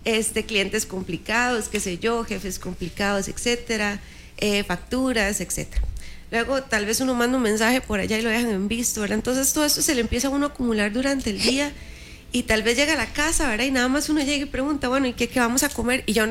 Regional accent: Costa Rica; accent: Costa Rican; cuando veníamos como cabizbajos o sí, o como huevadillos, ¿verdad? Como muy tico decirlo así.

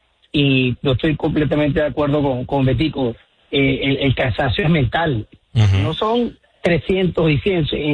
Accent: Venezuela; Soy yanquista de corazón, pero también soy venezolano.

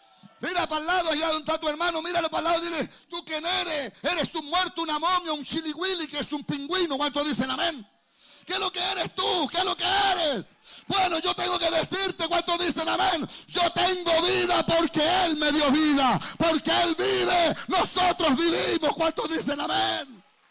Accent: Chile; soy chileno.

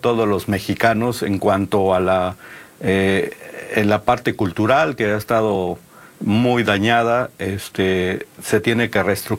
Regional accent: Cuicatlán, Oaxaca, Mexico; Nací en la Cañada, en Cuicatlán, en el 1972, y realmente tengo 54 años. De niño viví en mi pueblo, con las libélulas, con las catarinas, y el campo, ¿no? Los mangos de mi región, que es la Cañada.

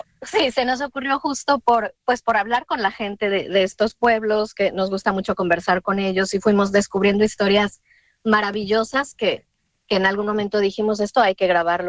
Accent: Mexico; now in Espronceda, Spain; Pues tal como lo dices, somos mexicanos los dos, y efectivamente llegamos aquí porque la familia de Benjamín tiene sus orígenes en Espronceda, en este pueblo en el que vivimos.

